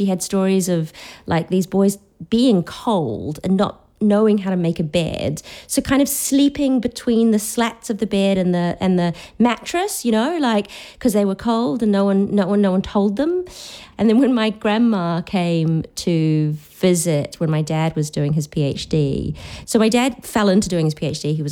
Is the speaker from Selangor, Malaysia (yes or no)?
no; Sarawak, Malaysia; and I'm from Sarawak